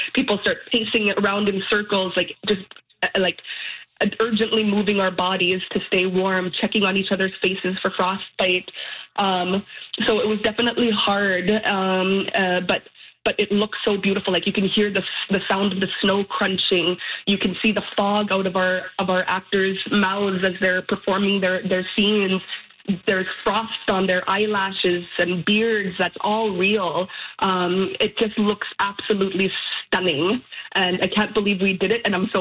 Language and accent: English; Western Arctic, Canada; I come from the Western Arctic.